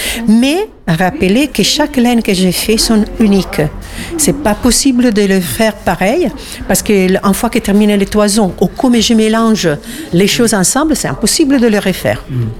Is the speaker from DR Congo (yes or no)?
no; Italy; French is a second language; now in France; Alors, comme évident dans mon prononciation, je ne suis pas française, je suis italienne.